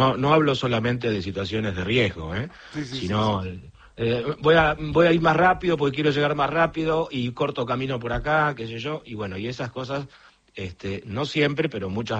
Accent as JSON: {"language": "Spanish", "country": "Argentina", "also_born_or_lived": "Uruguay"}